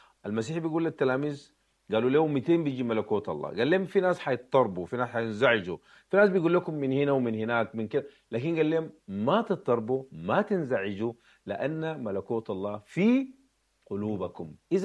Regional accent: Sudan; احنا كسودانيين

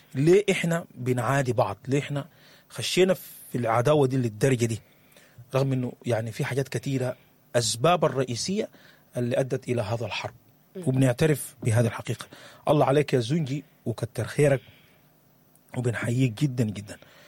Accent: Sudan; تحية ليكم ولكل الأهل لكل الناس يعني في السودان وفي كل شارع في بلدنا السودان.

